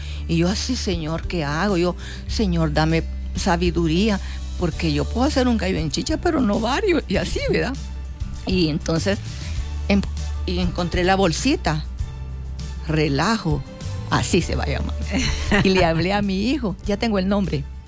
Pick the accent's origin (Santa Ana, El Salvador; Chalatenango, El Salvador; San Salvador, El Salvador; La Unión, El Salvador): Santa Ana, El Salvador; Chalchuapa; Yo nací en Chalchuapa.